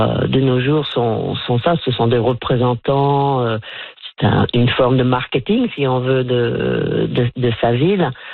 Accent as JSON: {"language": "French", "region": "Nova Scotia", "country": "Canada", "tie": "born there"}